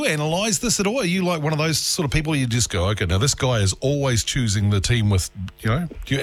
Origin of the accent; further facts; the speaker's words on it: Dunedin, Otago, New Zealand; Well, I'm from Dunedin